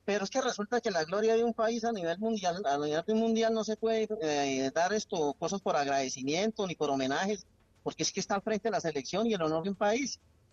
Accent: Salazar de las Palmas, Norte de Santander, Colombia; born there; now in Cúcuta, Colombia; nacido en Salazar de las Palmas, 34 años más o menos viviendo en Cúcuta, entonces por lo tanto ya soy un cucuteño por adopción

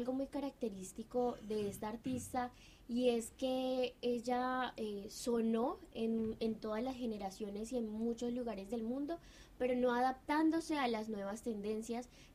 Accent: Colombia; en nuestra historia como colombianos

